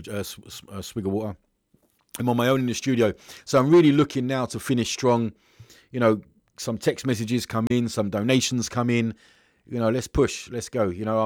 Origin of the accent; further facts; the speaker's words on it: Luton, East of England, United Kingdom; I'm local. If you go to, I'm from Luton. I live here.